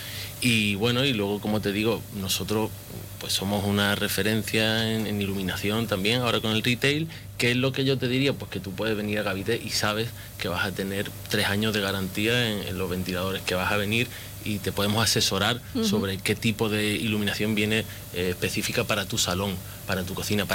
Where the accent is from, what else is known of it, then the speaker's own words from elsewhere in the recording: Ceuta, Spain; moved away; yo soy la segunda generación y súper contento de volver a mi tierra después de 15 años fuera, de volver con muchas ganas de seguir ampliando la marca ceutí.